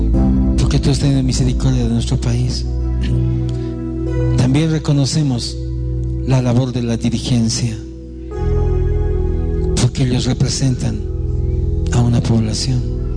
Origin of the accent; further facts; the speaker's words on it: Bolivia; Somos igual bolivianos.